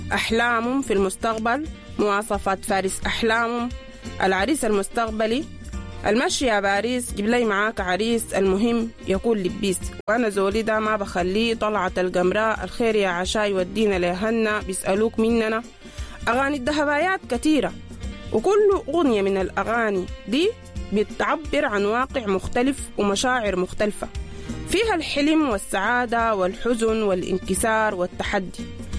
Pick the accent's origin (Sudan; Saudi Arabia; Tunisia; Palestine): Sudan; النوع ده من الغنى موجود في مجتمعنا السوداني من زمان